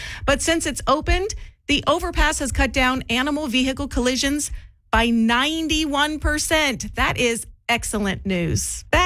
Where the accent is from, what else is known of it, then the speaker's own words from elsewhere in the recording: Colorado, United States; moved away; And if you don't know, I'm from Colorado. I'm a Colorado girl.